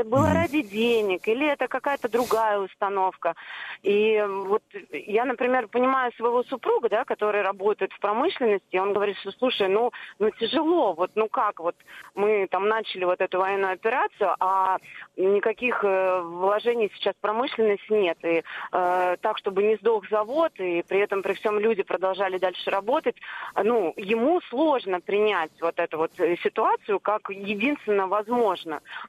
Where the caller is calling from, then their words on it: Saint Petersburg, Russia; я из Санкт-Петербурга.